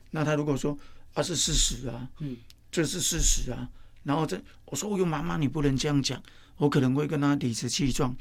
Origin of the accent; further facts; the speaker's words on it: Tainan, Taiwan; 我是在台南眷村长大，那台南眷村分很多